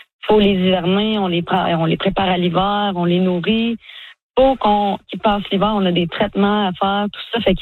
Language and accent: French; Quebec, Canada; Je pense qu'il y a peut-être moyen en tant que Canadien de justement regarder entre les provinces pour faire des échanges de miel. Moi, au Québec, j'aime beaucoup mieux voir du miel canadien sur les tablettes avec le mien